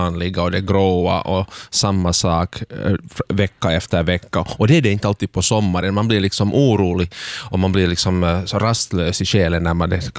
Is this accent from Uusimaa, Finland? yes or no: yes; Lapinjärvi, Uusimaa, Finland; Jag är ju hemma från Lappträsk så jag är inte riktigt båtmänniska.